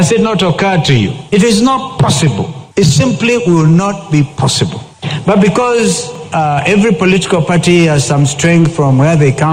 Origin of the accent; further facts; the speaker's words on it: Kenya; that is the beauty of being a Kenyan. Because Kenyans have come of age.